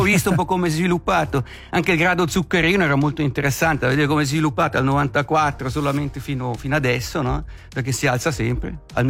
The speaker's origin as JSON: {"language": "Italian", "region": "Appenzell", "country": "Switzerland", "also_born_or_lived": "Preonzo, Ticino", "moved": "yes", "lives_now": "Malcantone, Switzerland", "said": "come vecchio appenzellese"}